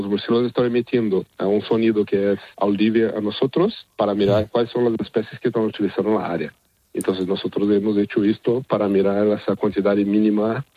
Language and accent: Spanish; Brazil; Spanish is a second language; Yo estaba en máster en Brasil, yo soy brasileño.